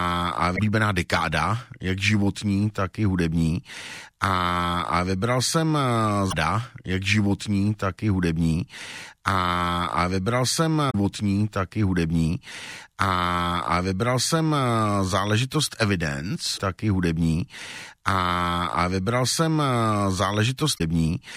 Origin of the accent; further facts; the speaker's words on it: Olomouc, Olomouc Region, Czechia; Ahoj Jirko kamaráde z Olomouce. Zdravím mé rodné město ještě jednou.